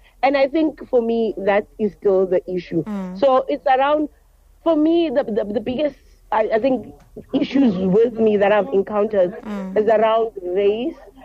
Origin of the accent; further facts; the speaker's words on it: South Africa; we as South African Muslims need to take the time